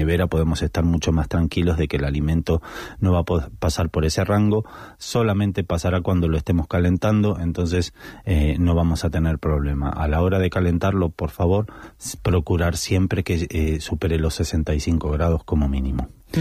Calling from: Linares, Andalusia, Spain; Hola Guillermo … de Linares.

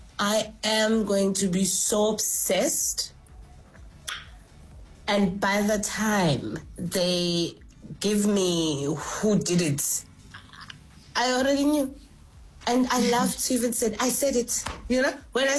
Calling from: Fourways, Gauteng, South Africa; I'm here from Four Ways.

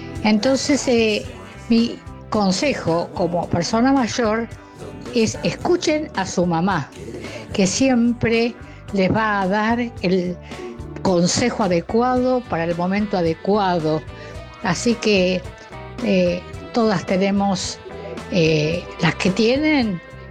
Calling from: Bahía Blanca, Buenos Aires Province, Argentina; Hola, soy una vecina de Villa Mitre, soy una señora mayor.

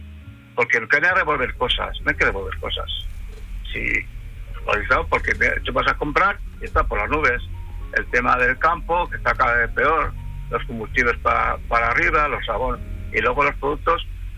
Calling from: Burgos province, Castile and León, Spain; Yo soy de Burgos, de la provincia.

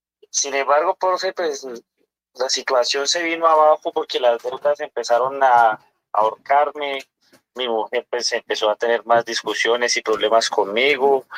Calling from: Tunja, Boyacá, Colombia; Llamo de Tunja, Boyacá

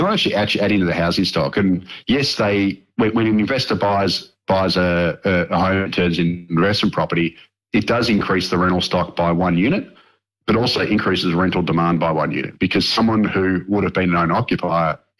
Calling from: Melbourne, Victoria, Australia; I'm actually calling from Melbourne, right? So I live in Melbourne.

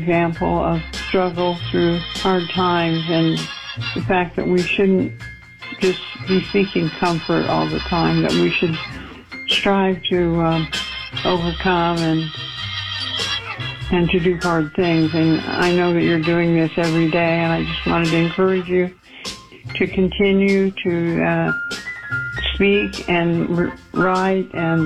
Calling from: Indiana, United States; Hi, Dennis. … I'm calling from Indiana.

